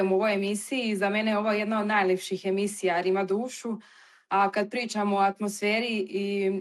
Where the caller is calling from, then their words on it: Wels, Upper Austria, Austria; iz Austrije.